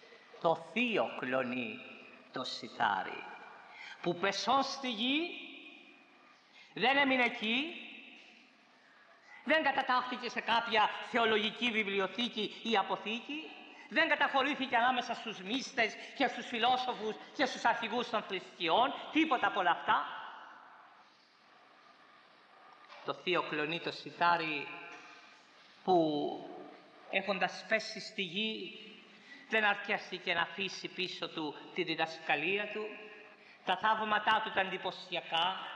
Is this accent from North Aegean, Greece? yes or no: no; Corfu, Ionian Islands, Greece; moved away; στο νησί μου στη Γέρκυρα